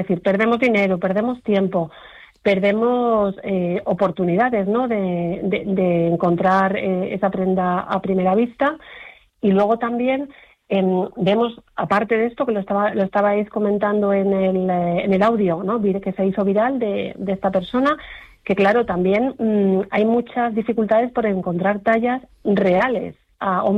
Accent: Madrid, Community of Madrid, Spain; No, yo madrileña. Uh-huh. El apellido tiene origen lejano, sí, yo soy soy de Madrid.

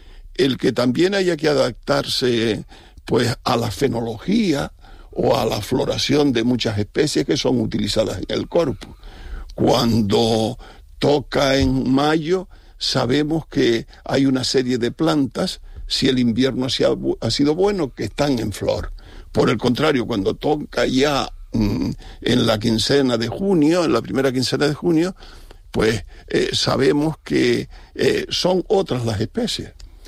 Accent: Villa de Mazo, Canary Islands, Spain; la fiesta del Corpus Christi, que es la fiesta mayor, además, de mi pueblo, de Villa de Masso

